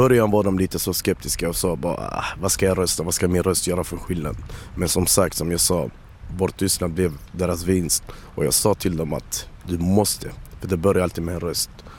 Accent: Kristianstad, Skåne, Sweden; Det där uppe är Albegatan 41 högst upp. Det var där jag växte upp.

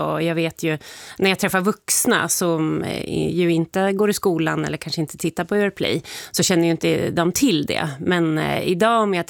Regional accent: Sundsvall, Västernorrland County, Sweden; under hela min uppväxt i Sundsvall.

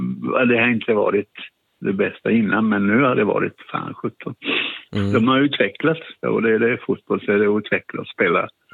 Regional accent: Canary Islands, Spain; now in Kalmar, Sweden; Ja, jag är från Kanarieöarna

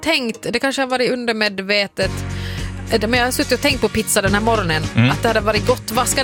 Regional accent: Finland; moved away; Jag är ju från, född och uppvuxen i Finland.

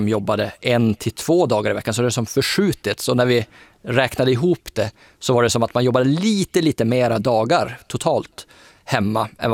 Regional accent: Luleå, Norrbotten County, Sweden; Om man tar till exempel Luleå där jag kommer ifrån, så där är 15-20 minuter med bil så kommer man nästan överallt.

